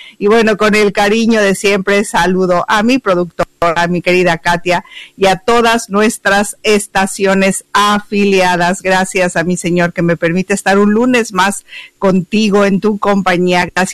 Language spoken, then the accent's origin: Spanish; Mexico; Todo, incluso yo que soy mexicana, me cimbra el corazón